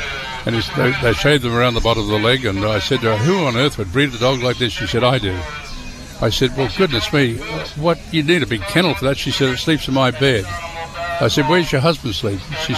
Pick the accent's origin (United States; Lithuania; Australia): Australia; Brisbane, Queensland; also born or lived in Jandowae; And then when I was a little boy of nine, I grew up in Brisbane.